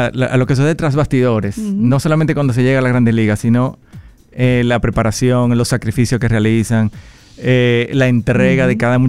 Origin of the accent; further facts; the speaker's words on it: Dominican Republic; el béisbol siempre ha sido parte de todos nosotros como dominicanos.